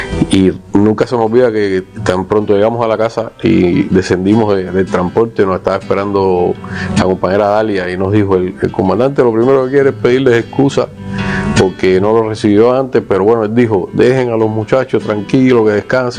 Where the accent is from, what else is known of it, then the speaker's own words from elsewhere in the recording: Cuba; moved away; él dice, ustedes son los cubanos, ¿no? Y digo, sí.